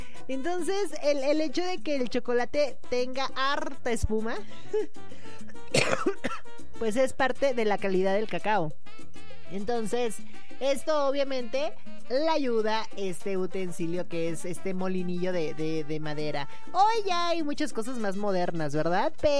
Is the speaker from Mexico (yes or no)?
yes; Mexico; nosotros como mexicanos hasta en tamales metemos el chocolate.